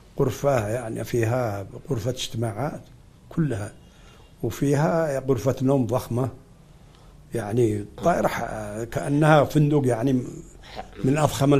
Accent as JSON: {"language": "Arabic", "country": "Yemen", "also_born_or_lived": "Kyiv"}